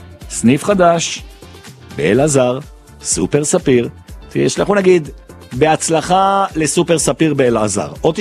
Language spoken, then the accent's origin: Hebrew; Jerusalem, Jerusalem District, Israel; also born or lived in Efrat; אני ירושלמי במהות, הכל טוב ויפה, אבל אני את הנעורים שלי העברתי באפרת, נווה דניאל